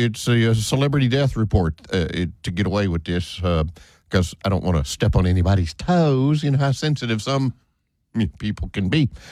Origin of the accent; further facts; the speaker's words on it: Clute, Texas, United States; I grew up in the Houston area, you know, south of town a little bit, called Clute.